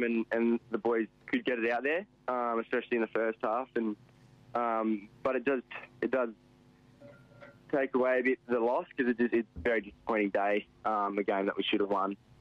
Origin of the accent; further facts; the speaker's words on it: Dongara, Western Australia, Australia; Yeah, so I'm from Donga Ashley, which is 40 minutes south of Geraldton.